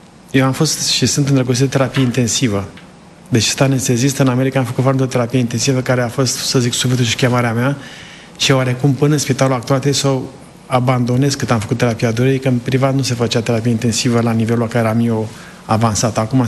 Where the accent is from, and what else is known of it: Sibiu County, Romania; also born or lived in Copșa Mică